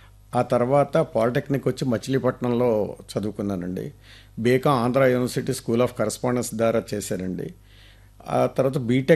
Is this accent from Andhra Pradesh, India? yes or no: yes; Mungandagraharam, Andhra Pradesh, India; మా స్వగ్రామం తూర్పుగోదావరి జిల్లా అంబాజీపేట సమీపంలోని పండిత జగన్నాథరాయల స్వగ్రామమైన ముంగండగ్రహారం అండి.